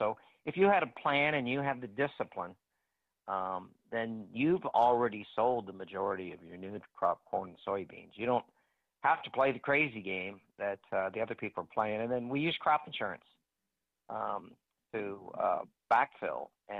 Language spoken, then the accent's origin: English; Iowa, United States; You know, I'm from Iowa. We've got 43 of those plants.